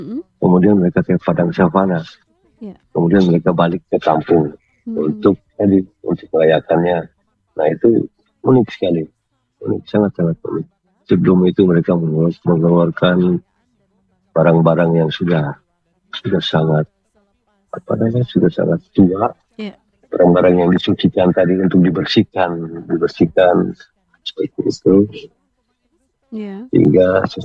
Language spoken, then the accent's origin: Indonesian; East Nusa Tenggara, Indonesia; kewajiban kita sebagai pemerintah, sebagai orang Sumba itu sendiri, Sumba Timur itu sendiri, dengan berbagai cara.